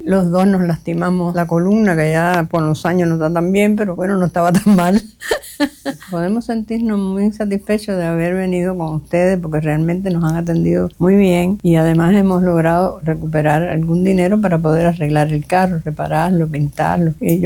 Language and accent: Spanish; Cuba; soy cubana.